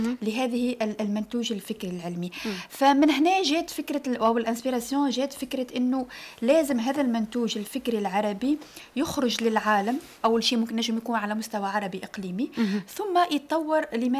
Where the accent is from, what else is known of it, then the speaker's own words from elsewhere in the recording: Tunisia; بحكم إني أنا تونسية وباحثة تونسية